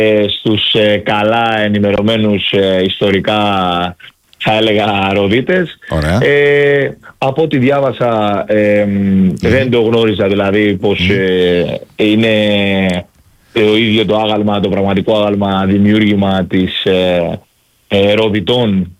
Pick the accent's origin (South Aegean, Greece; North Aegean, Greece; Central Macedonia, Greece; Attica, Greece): South Aegean, Greece; Rhodes; εκτός από ροδίτης πολίτης, είμαι και αιρετός του Δήμου Ρόδου